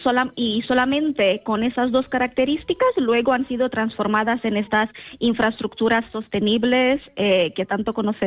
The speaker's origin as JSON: {"language": "Spanish", "country": "Italy", "moved": "yes", "lives_now": "Spain", "said": "porque yo soy italiana, pero vivo en España desde hace ya 17, 18 años"}